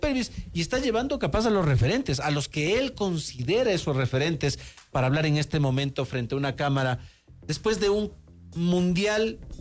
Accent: Ecuador

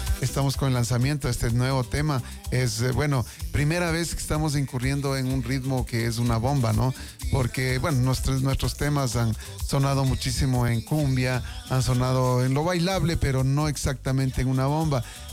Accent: Colombia; moved away; Hace 16 años vengo de Colombia.

